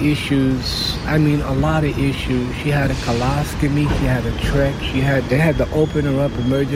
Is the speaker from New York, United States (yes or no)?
yes; New York City, New York, United States; I grew up right here in Brooklyn.